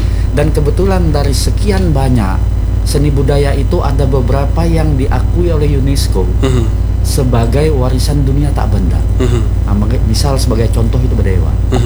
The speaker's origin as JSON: {"language": "Indonesian", "region": "Bakumpai area", "country": "Indonesia", "said": "Kita orang suku Dayak Bakumpai ini memiliki toleransi yang luar biasa."}